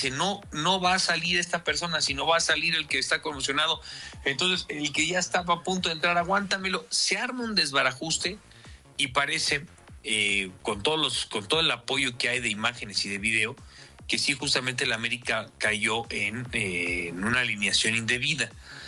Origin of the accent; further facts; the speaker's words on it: Mexico; como buenos mexicanos que somos